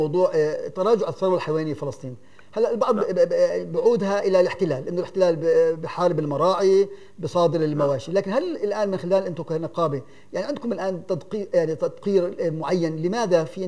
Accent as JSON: {"language": "Arabic", "country": "Palestine", "said": "عندنا بفلسطين"}